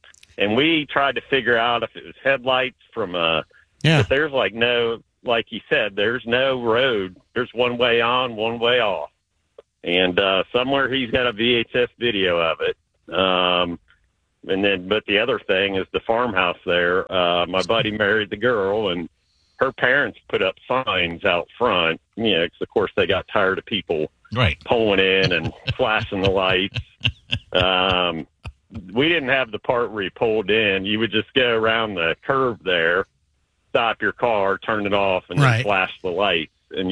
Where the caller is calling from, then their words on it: Hamilton, Ohio, United States; I'm from Hamilton